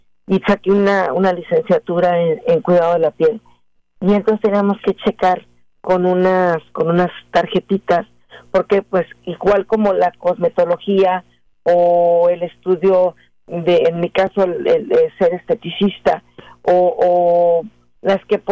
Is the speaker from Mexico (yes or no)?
yes; Mexico City, Mexico; los que somos chilangos entendemos muy bien este concepto, los de Guadalajara no, son quesadillas de queso